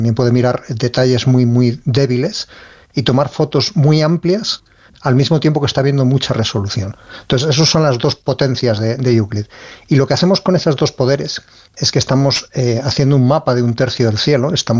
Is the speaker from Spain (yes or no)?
yes; Ávila, Castile and León, Spain; Sí, sí, yo soy de Ávila y en Ávila tenemos unos cielos envidiables, de hecho tenemos reservas Starlight.